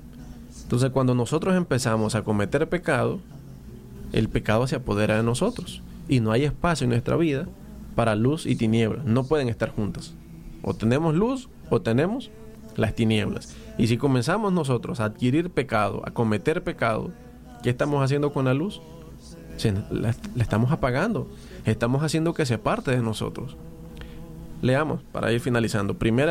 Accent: Nicaragua; somos ciudadanos nicaragüenses

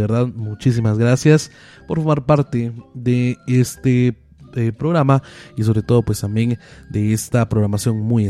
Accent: Guatemala; la programación de Buenas Noches desde Antigua Guatemala

